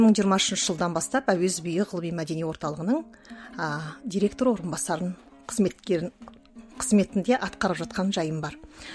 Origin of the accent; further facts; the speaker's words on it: Semey, Abai Region, Kazakhstan; moved away as an adult; now in Almaty, Kazakhstan; Енді ол кезде жалпы мен өзім Шығыс Қазақстаннанмын, оның ішінде қазіргі таңдағы Абай облысы, мына Семей қаласынан.